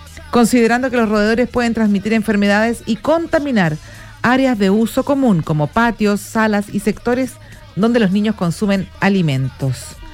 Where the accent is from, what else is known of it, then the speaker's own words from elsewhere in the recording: Iquique, Tarapacá, Chile; los que somos iquiqueños